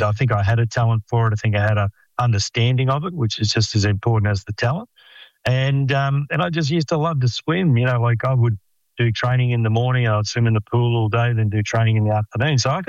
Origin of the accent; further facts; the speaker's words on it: Rockhampton, Queensland, Australia; Well, I'm one of the lucky people in this country, Des, to grow up in a country town. Oh. I grew up in a country town called Rockhampton.